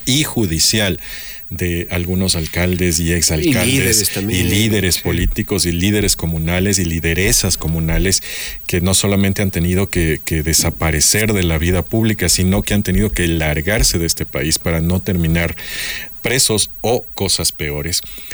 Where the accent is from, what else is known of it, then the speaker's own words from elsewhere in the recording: Bogotá, Bogotá Capital District, Colombia; somos muy parecidos porque somos capitales andinas, somos altos.